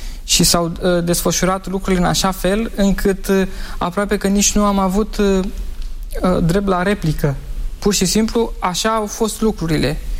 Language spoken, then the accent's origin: Romanian; Spain; now in Bucharest, Romania; Eu eram român, într-o țară de spanioli. Eram adventist într-o școală de catolici.